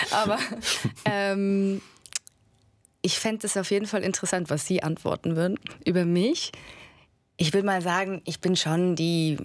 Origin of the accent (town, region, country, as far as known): Switzerland; accent: Swiss German; first language Swiss German